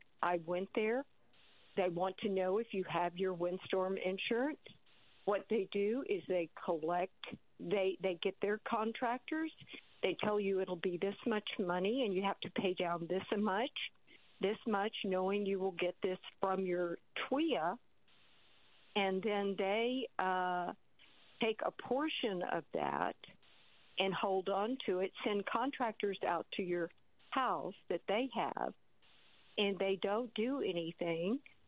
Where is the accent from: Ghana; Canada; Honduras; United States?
United States; Dallas, Texas; I grew up in Dallas, Texas. My mother. We went to the revivals.